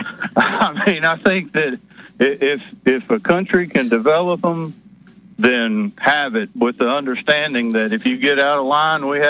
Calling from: Alabama, United States; in Alabama.

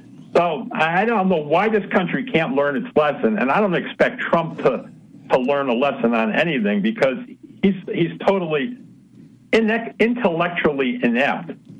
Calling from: New York, United States; in New York.

